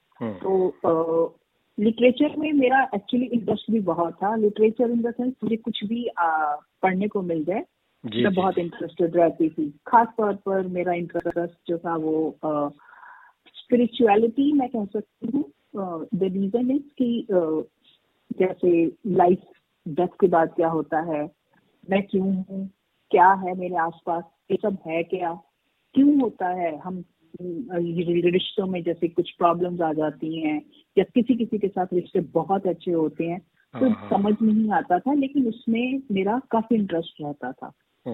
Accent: Delhi, India; born or raised there

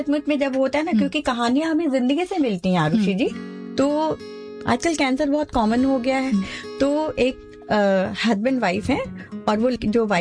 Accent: Rajasthan, India; हम लोग मारवाड़ी हैं

